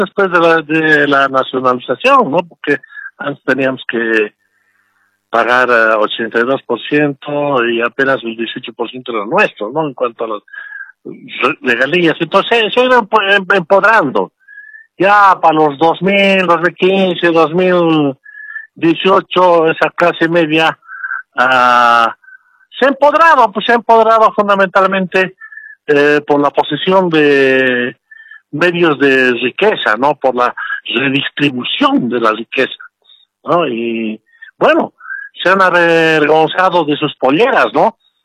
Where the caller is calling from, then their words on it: El Alto, La Paz, Bolivia; pero ya no del Alto, te hablo de Cochabamba, de la ciudad.